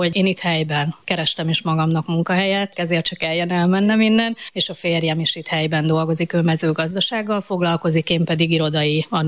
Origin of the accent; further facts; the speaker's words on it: Penyege, Hungary; also born or lived in Budapest; Az az igazság, hogy egyébként penyegei származású vagyok.